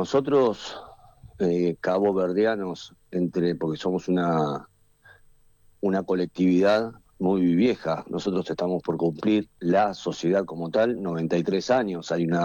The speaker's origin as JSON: {"language": "Spanish", "country": "Argentina", "said": "Nosotros somos argentinos, pero también nos sentimos caboverdianos."}